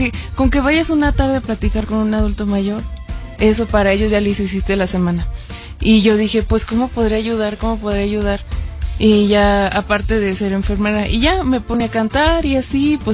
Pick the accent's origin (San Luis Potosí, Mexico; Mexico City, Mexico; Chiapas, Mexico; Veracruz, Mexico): San Luis Potosí, Mexico; Matehuala; yo siempre digo de Matehuala, San Luis Potosí, porque pues ahora sí que es la tierra que me vio nacer, crecer. Ahí tengo a mis abuelitos, o sea, a toda mi familia. Ahí me eduqué, todo ahí, me raspé las rodillas